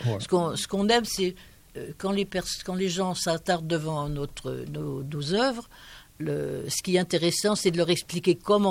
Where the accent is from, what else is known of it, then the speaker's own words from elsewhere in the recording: Grand Est, France; Mais moi, je ne suis pas du tout du Sud. Je suis champenoise.